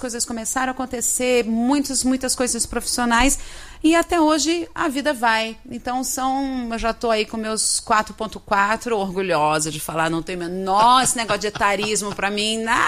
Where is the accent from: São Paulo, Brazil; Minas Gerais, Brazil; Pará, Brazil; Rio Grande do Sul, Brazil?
Pará, Brazil; Belém; also born or lived in Rio de Janeiro; Sou de Belém, do Pará